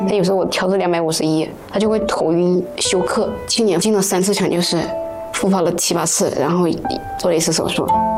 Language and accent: Chinese; Guizhou, China; moved away; 我是贵州人，从小我们的家庭条件相对来讲是比较贫苦的那种